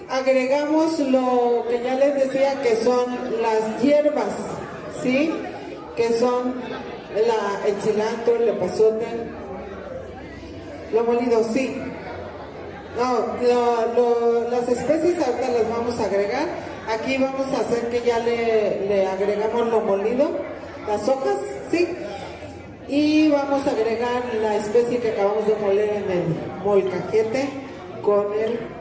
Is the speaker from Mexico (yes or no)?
yes; Xicotepec de Juárez, Puebla, Mexico; yo soy originaria de Jicotepec de Juárez, Puebla, la Sierra Norte de Puebla.